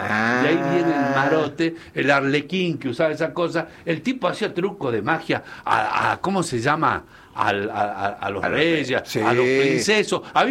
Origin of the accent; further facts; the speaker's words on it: Salta, Argentina; moved away; Yo soy de Salta, pero hace años que vivo acá.